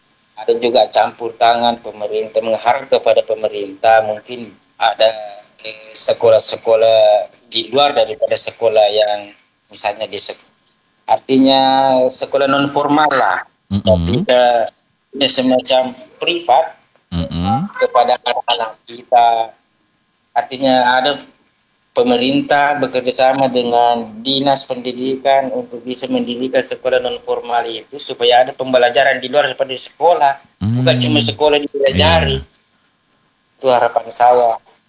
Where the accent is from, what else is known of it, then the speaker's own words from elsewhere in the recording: South Sulawesi, Indonesia; saya selalu sampaikan kepada teman-teman kalau ada kegiatan bahwa sebagai orang Bugis perlu diberikan anak-anak konsep-konsep ini di sela-sela mata pelajarannya.